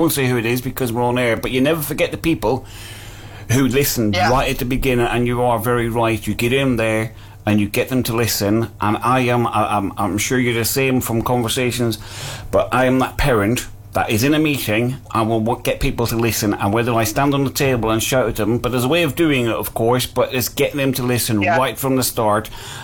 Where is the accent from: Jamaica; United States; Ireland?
Ireland; now in United Kingdom; I grew up in Ireland, not over here in the UK.